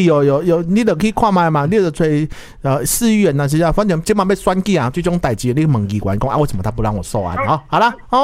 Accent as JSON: {"language": "Chinese", "region": "Kaohsiung", "country": "Taiwan", "said": "我身为高雄人"}